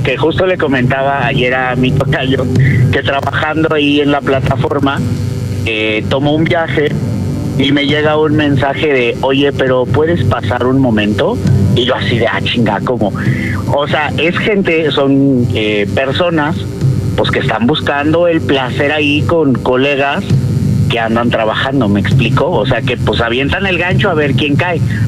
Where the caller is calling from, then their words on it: Apatlaco, Mexico City, Mexico; Desde los 40 Apatlaco.